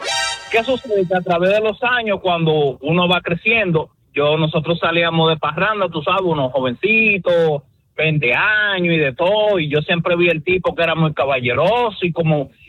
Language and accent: Spanish; Dominican Republic; yo crecí en un hogar muy humilde. Yo crecí con mis abuelos en República Dominicana.